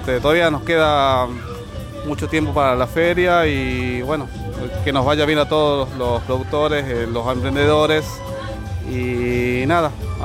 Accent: Santa María, Catamarca, Argentina; Yo soy de Santa María, departamento Santa María, provincia de Catamarca

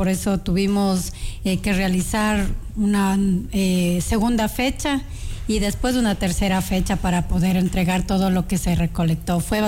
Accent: Ambato, Tungurahua, Ecuador; born there; yo en mis tiempos de colegio, yo estudié en Ambato

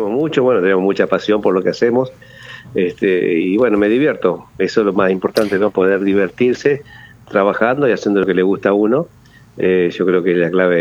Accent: Paraná, Entre Ríos, Argentina; Yo soy de acá de Paraná

